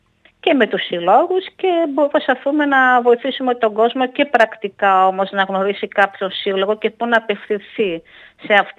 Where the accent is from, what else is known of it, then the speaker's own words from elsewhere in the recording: Kilkis, Central Macedonia, Greece; είμαι και πόντι από την περιά του μπαμπά, είμαι από το Κιλκής, ο μπαμπάς μου ήταν από το Κιλκής.